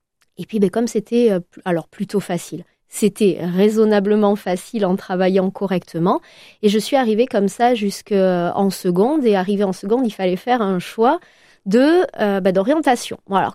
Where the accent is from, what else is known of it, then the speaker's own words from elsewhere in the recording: Nouvelle-Aquitaine, France; born there; je suis née dans le Médoc, et donc j'ai des origines médocaines, mais j'ai également des origines basque.